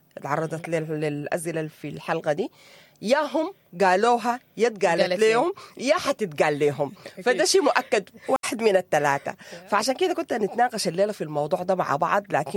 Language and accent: Arabic; Sudan; احنا كسودانيين